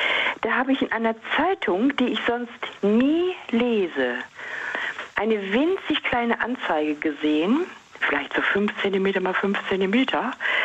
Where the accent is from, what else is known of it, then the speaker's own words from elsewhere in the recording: Vlotho, North Rhine-Westphalia, Germany; in die Stadt Floto, wo ich auch meine Jugend verbracht habe, wo wir oben auf der Burg immer jeden Samstagabend zur Disco gefahren sind.